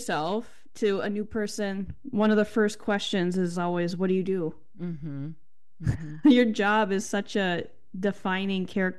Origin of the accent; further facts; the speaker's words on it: Minnesota, United States; I grew up just outside of Minneapolis, Minnesota